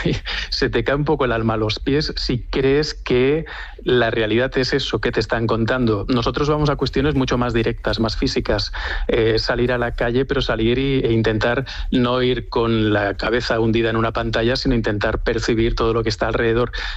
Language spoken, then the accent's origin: Spanish; Extremadura, Spain; como extremeños, el hecho de que siempre se ha tenido una especial atención con eso que se ha llamado la raya